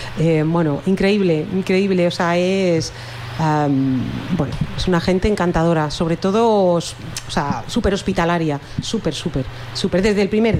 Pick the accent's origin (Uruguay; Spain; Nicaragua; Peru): Spain; Valencia, Valencian Community; Yo soy de Benimaclet. Bueno, nací ahí y me tuve que ir. Sí, me tuve que ir a un barrio cercano por lo mismo.